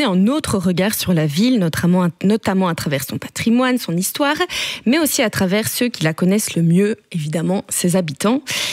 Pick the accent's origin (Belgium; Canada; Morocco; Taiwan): Belgium; Namur, Wallonia; Je suis Namuroise